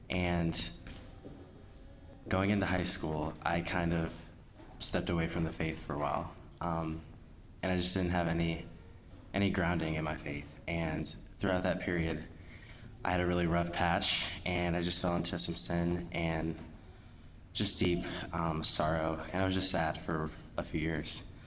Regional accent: Cleveland, Ohio, United States; I am from Cleveland, Ohio. I grew up a cradle Catholic

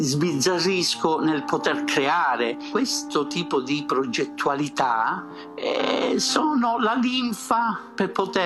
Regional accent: Sicily, Italy; moved away; Quando io ritorno in Sicilia e decido di aprire la mia bottega

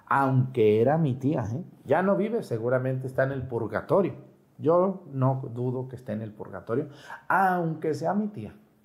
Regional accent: Mexticacán, Jalisco, Mexico; moved away; ese señor tenía un rancho ahí cerca de mi pueblo, en Mexicacán.

